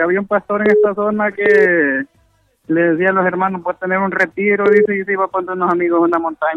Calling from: Comayagua, Honduras; aquí el kilómetro 129 entre Tablabéis y Guatepeque.

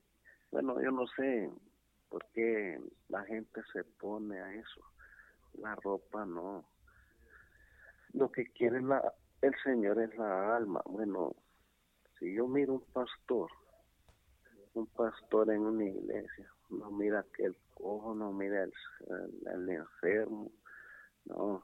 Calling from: San Luis, Santa Bárbara, Honduras; me yo hablo de aquí, San Luis, Santa Bárbara.

